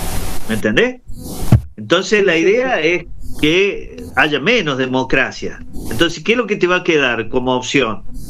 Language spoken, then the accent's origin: Spanish; Argentina; Nosotros somos parte de la República Argentina